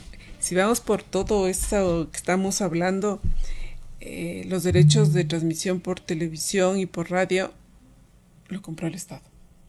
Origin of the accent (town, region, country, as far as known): Ecuador